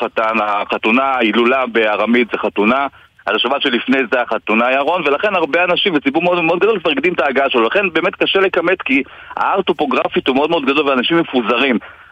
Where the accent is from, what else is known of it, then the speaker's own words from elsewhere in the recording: Meron, Northern District, Israel; כמי שגדל פה נכד למייסדי המושב … שהיה ממקימי היישוב לפני כ-80 שנה ונמנה על הגרעין המייסד